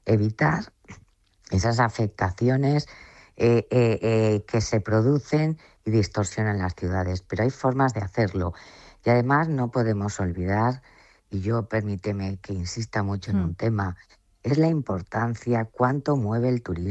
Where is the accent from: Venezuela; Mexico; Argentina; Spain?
Spain; Valencian Community; el 80% somos valencianos y valencianas